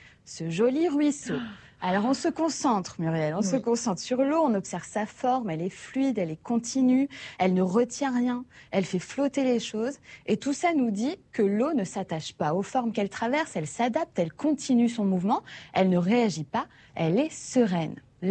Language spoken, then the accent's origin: French; Réunion; Contempler, j'ai l'impression que c'est un peu une culture chez nous en Outre-mer. Moi, j'ai pas de souvenir de faire des longs trajets sans m'arrêter 4 ou 5 fois pour voir plein de vues.